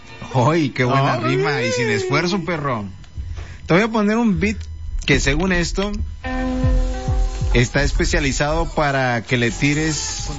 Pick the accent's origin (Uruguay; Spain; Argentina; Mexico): Mexico; Raza, yo soy de la Chiva, de sangre de la cuna, puro mexicano